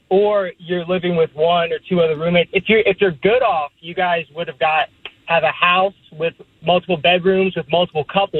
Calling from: Edgewater, Maryland, United States; I'm from Edgewater, Maryland.

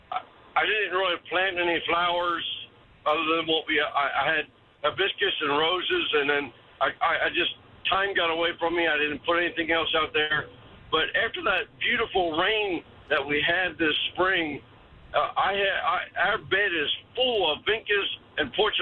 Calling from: Adkins, Texas, United States

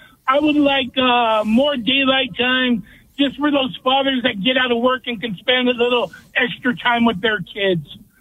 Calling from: California, United States; I'm in California

